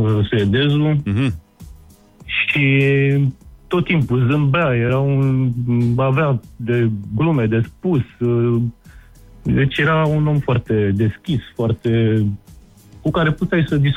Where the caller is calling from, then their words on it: Craiova, Dolj, Romania; Eu sunt din Craiova